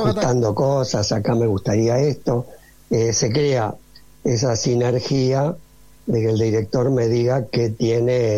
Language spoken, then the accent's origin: Spanish; Argentina; now in Los Angeles, United States; Soy argentino